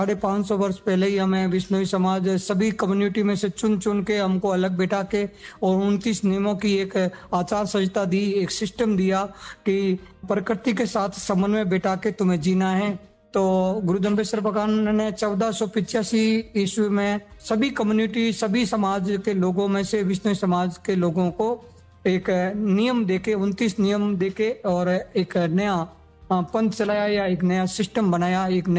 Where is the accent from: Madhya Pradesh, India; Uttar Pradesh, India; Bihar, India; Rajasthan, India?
Rajasthan, India; Ekal Ghori; मैं ओशिया तहसील के गांव एकल घोरी का रहने वाला हूं